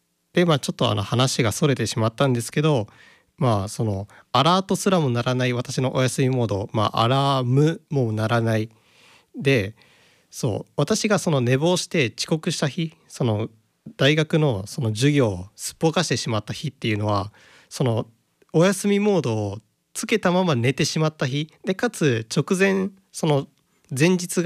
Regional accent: Okayama, Japan; 私あの岡山出身と言ったことがあったと思うんですけども、

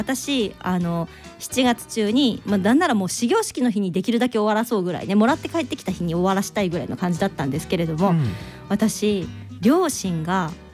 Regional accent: Osaka, Japan; 私も大阪出身ですけれども、

